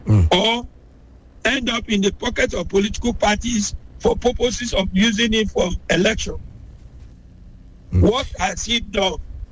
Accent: Nigeria; I'm a Nigerian, living in Nigeria. I do not have dual citizenship.

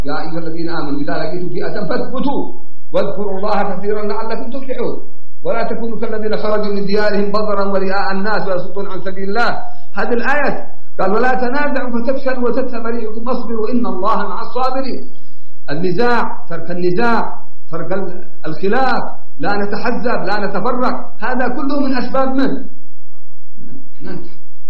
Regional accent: Yemen; عندنا في اليمن

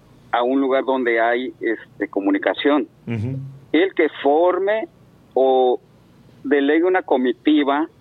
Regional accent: Tijuana, Baja California, Mexico; Yo crecí aquí en Tijuana, ¿no? A partir de los 5 años. Estoy hablando del 75 aquí. Sí. Yo viví aquí en la colonia Santa Cruz. Sigo viviendo.

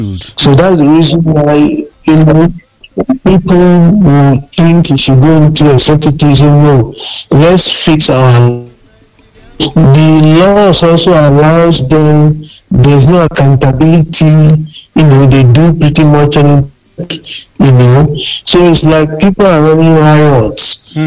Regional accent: Oyo, Nigeria; moved away as an adult; also born or lived in Kano State, Nigeria / United Kingdom; now in Ibadan, Nigeria; live in Ibadan North, and I've been in Ibadan North for a long time. I was born in Ibarapa East, did primary and secondary education in Ibarapa East before going up north for my university education.

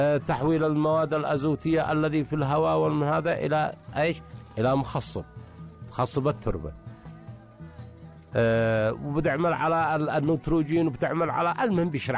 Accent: Sanaa, Amanat Al Asimah, Yemen; أو ما نسميها عندنا في صنعاء كوبا

